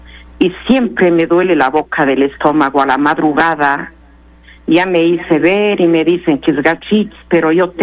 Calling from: Gualaceo, Azuay, Ecuador; Yo soy de Gualaceo. Tenga la bondad, tengo 62 años

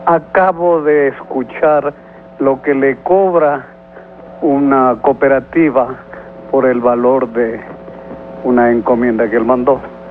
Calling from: Ecuador

